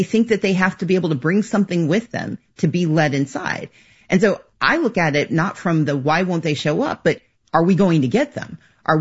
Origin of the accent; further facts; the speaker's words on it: Mississippi, United States; also born or lived in Georgia; I'm from the Deep South. So I grew up in Mississippi, came of age in Georgia.